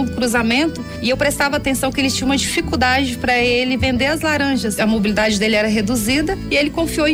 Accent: Ceilândia, Federal District, Brazil; also born or lived in Brasília; Eu tenho 44 anos, nasci aqui em Brasília, cresci na Ceilândia.

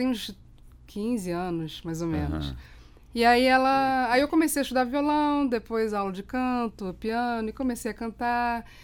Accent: Rio de Janeiro, Brazil; now in Brasília, Brazil; vim para Brasília, sou do Rio de Janeiro

